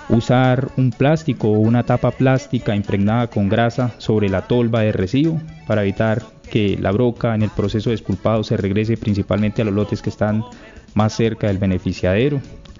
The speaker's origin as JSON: {"language": "Spanish", "town": "Sucre", "region": "Santander", "country": "Colombia", "moved": "yes", "lives_now": "Charalá, Colombia", "said": "Bueno, yo soy santandereano, de un municipio de pronto poco escuchado, hacia el sur de Santander, exactamente el municipio de Sucre, de un corregimiento que se llama La Granja."}